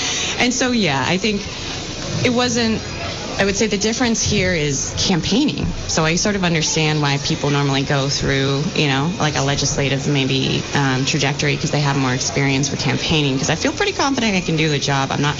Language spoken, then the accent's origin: English; Vermont, United States; born or raised there